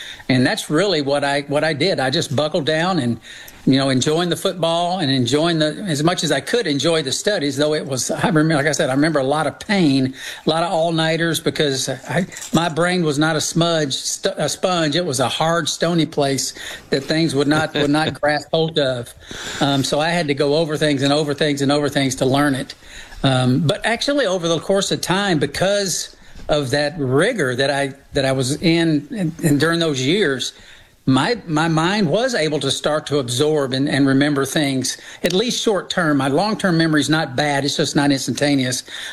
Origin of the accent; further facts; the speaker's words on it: Tennessee, United States; born there; I was born in God's country, thankfully. It's Tennessee. Wonderful state.